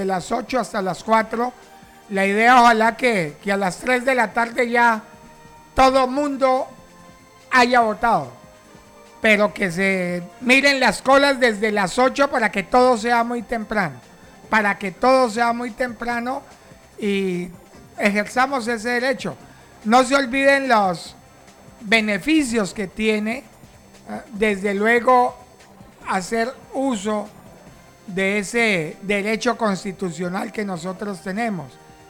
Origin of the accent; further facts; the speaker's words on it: Colombia